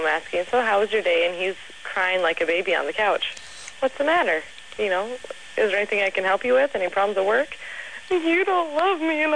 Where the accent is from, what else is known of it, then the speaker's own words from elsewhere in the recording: Midwest, United States; I'm from the Midwest, so this is...